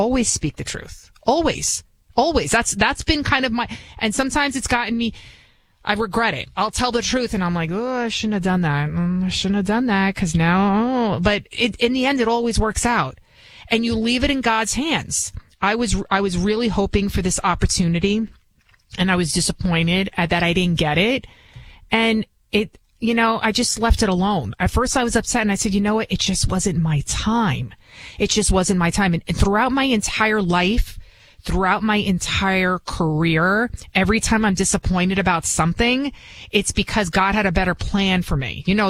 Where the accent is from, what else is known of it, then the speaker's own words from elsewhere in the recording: United States; English is a second language; I'm first generation American. I didn't even speak English growing up